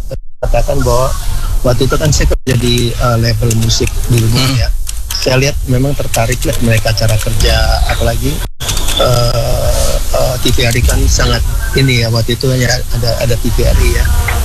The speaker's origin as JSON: {"language": "Indonesian", "town": "Manado", "region": "North Sulawesi", "country": "Indonesia", "said": "Iya betul, kita dari Manado."}